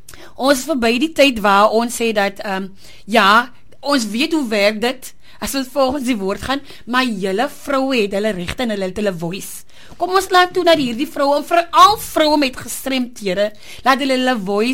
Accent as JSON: {"language": "Afrikaans", "town": "Calitzdorp", "region": "Western Cape", "country": "South Africa", "said": "ek is van Calusdorp"}